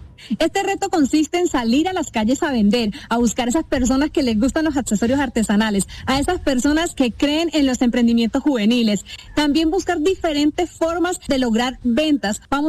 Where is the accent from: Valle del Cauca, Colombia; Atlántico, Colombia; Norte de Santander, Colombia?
Norte de Santander, Colombia; now in Bogotá, Colombia; comunicadora social, oriunda de la región del Catatumbo, actualmente vivo en Bogotá